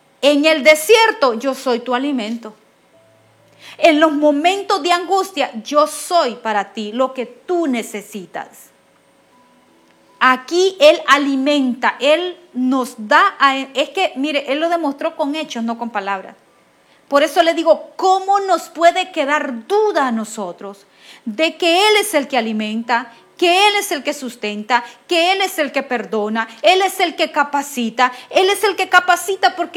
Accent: El Salvador; si yo tuviera que hablarlo en buen salvadoreño

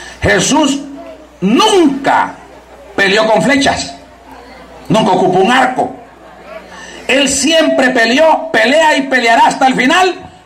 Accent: El Salvador; allá sale que … que soy de El Salvador.

